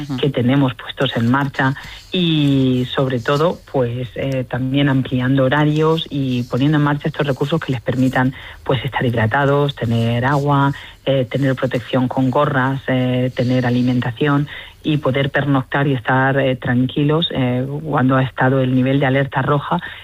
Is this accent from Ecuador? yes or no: no; Murcia, Region of Murcia, Spain; las personas que vivimos en Murcia, que somos murcianos